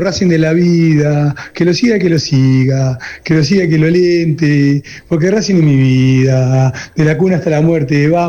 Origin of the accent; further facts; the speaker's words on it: Balcarce, Buenos Aires Province, Argentina; born there; Nací en Balcarce.